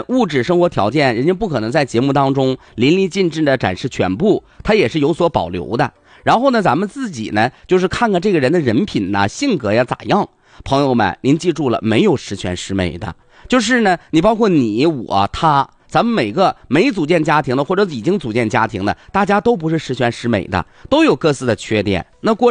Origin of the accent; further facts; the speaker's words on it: northern China, China; 作为北方人